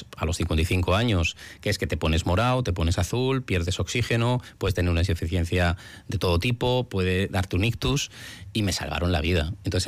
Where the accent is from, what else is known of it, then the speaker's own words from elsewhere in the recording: Basque Country, Spain; yo soy una persona de orden, como buen vasco, pues oye, ¿puedo invitar?